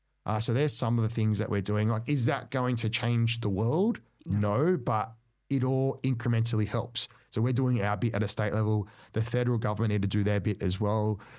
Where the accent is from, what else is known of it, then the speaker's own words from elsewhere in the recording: Cabramatta, New South Wales, Australia; I grew up poor in Cabramatta.